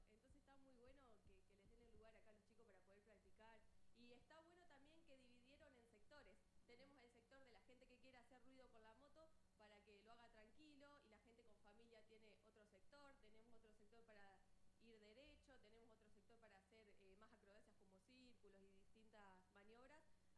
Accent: Venado Tuerto, Santa Fe, Argentina; nosotros venimos desde Venado Tuerto, Santa Fe, 16 horas de viaje

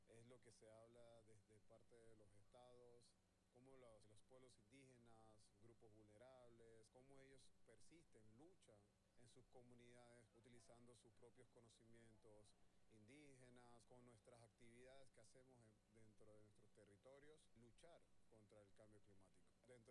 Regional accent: Panama; soy del pueblo Cuna, soy de Panamá.

